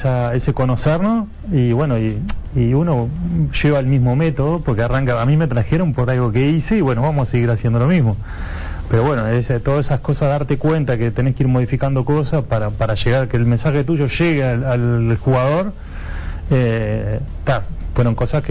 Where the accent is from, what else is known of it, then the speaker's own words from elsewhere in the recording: Uruguay; moved away as an adult; nosotros en el fútbol uruguayo crecemos que te tenés que ir